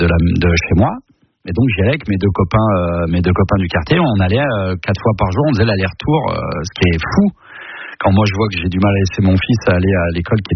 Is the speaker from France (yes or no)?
yes; Auvergne-Rhône-Alpes, France; also born or lived in Valence; Et donc, je suis né à Valence, mais on m'a vite ramené en Ardèche, de l'autre côté du Rhône.